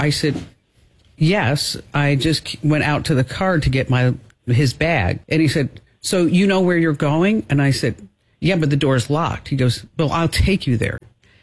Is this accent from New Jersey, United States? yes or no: yes; New Jersey, United States; And I said, listen, I'm from New Jersey. I can handle this.